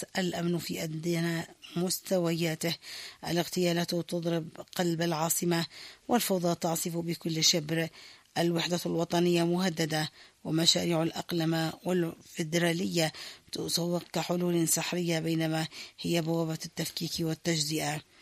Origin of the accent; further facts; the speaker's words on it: Yemen; لأنه وضع كان الأعداء يخططون فيه أن نذهب كيمنيين بأنفسنا وبإرادتنا إلى الهاوية